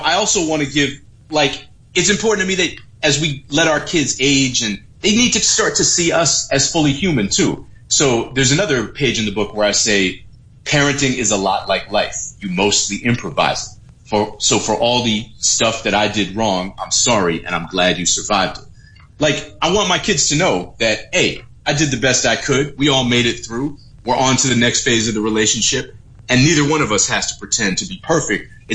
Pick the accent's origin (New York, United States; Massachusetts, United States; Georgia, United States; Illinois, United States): Massachusetts, United States; Boston; I'm from Boston